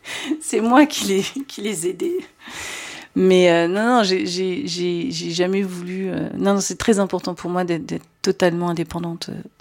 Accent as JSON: {"language": "French", "country": "France", "said": "Alors moi, en plus, je ne viens pas d'un milieu bourgeois, je viens de la France tradie, tout ce qui est de plus banal, quoi."}